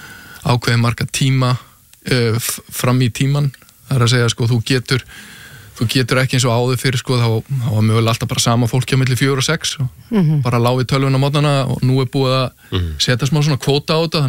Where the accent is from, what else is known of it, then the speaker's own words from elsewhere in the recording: Hafnarfjörður, Capital Region, Iceland; ég ólst upp í Hafnarfjörðinum að golfklúbbur Keili bara byrjaði þar 7-8 ára gamall